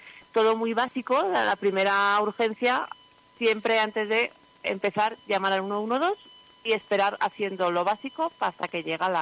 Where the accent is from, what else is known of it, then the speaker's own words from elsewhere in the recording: Aragon, Spain; procedemos de Torres, otro barrio de aquí al ladito